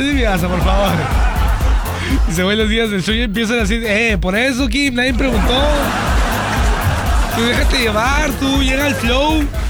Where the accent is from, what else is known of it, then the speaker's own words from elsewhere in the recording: Montemorelos, Nuevo León, Mexico; Así somos los de Montemorelos, somos güeros.